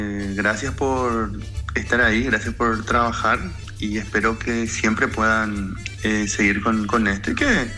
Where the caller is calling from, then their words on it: Ciudad del Este, Alto Paraná, Paraguay; Vivo en Ciudad del Este, ahora estoy en Italia